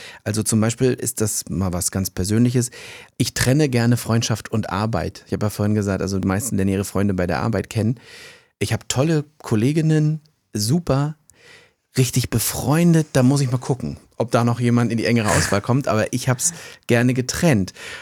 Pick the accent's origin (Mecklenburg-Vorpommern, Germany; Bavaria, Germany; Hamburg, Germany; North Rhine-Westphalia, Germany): Mecklenburg-Vorpommern, Germany; Rostock; Also wir kommen aus dem gleichen Ort, ne? Wir kommen aus Rostock.